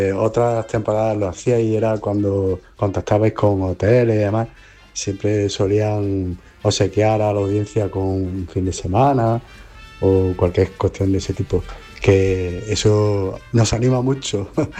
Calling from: Úbeda, Andalusia, Spain; desde Úbeda.

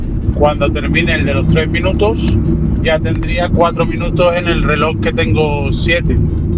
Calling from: Seville, Andalusia, Spain; de Sevilla.

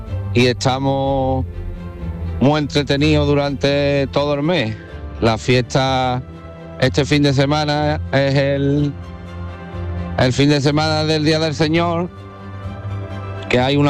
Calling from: Almonte, Andalusia, Spain

